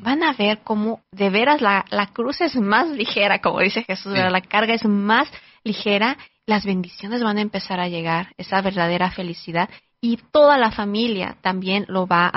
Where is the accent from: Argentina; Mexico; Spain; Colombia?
Mexico; yo que vengo de México, pues sí, yo rezaba el rosario con mi abuelita, con mi mamá